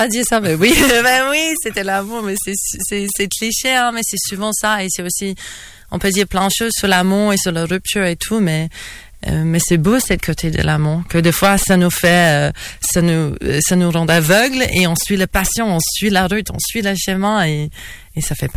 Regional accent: Australia; French is a second language; moved away as an adult; Je suis moitié polonaise. Donc en fait, ma mère elle est polonaise et j'avais toujours envie. Je suis née en Australie, j'ai grandi en Australie, mais j'étais dans cette culture polonaise et donc j'avais toujours envie de partir de l'Australie et de voir l'autre moitié de moi. Donc je suis partie quand j'avais 18 ans

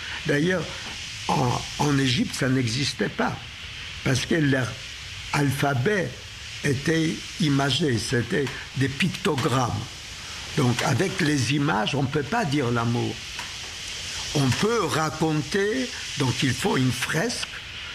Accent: Warsaw, Masovian Voivodeship, Poland; born there; first language Polish and Yiddish; French is a second language; Enfant, je parlais polonais et le yiddish. C'était, pour ceux qui ne savent pas, je suis né à Varsovie en 1936. Varsovie, 1 million d'habitants

